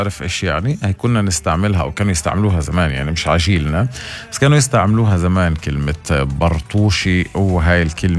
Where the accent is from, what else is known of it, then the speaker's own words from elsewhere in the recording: Palestine; accent: Palestinian; كلمات فلسطينيه، كلمات من لهجتنا العربيه